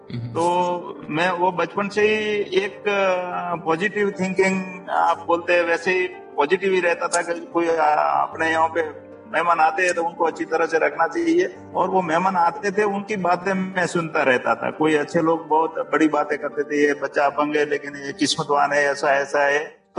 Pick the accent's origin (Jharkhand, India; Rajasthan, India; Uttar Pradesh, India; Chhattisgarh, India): Rajasthan, India; now in Gujarat, India; ये हमारे यहाँ पे ऐसे तो मैं भी मारवाड़ प्रांत से हूँ, मेरे बुजुर्ग जो लोग हैं वो मारवाड़ से आए हुए हैं यहाँ पे गुजरात में